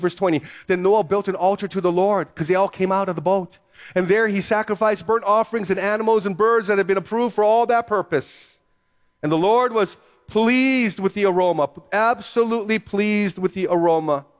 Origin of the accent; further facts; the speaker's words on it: Philippines; I'm Filipino. I can do that. Okay? So my Filipino grandmother up there.